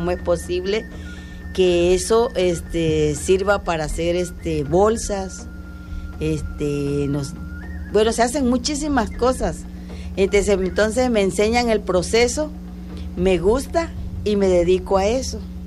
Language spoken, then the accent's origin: Spanish; Tabasco, Mexico; soy de la ranchería Barrancas Iguanal Tintillo, primera sección, de aquí del municipio del centro.